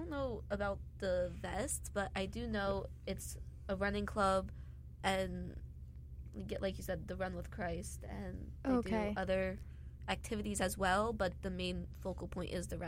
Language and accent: English; New Jersey, United States; I'm from Jersey.